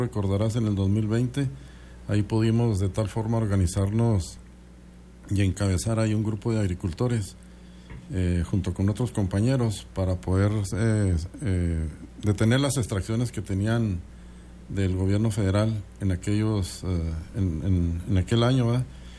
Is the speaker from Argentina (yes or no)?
no; Estación Consuelo, Chihuahua, Mexico; born there; Soy nacido en Estación Consuelo y radico actualmente en la carretera 47. Todos la conocen, ahí es muy famosa.